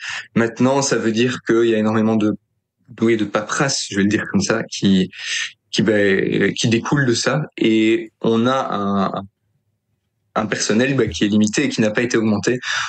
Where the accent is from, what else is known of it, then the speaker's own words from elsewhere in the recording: Gosselies, Wallonia, Belgium; j'ai grandi à Gosselies, dans la région de Charleroi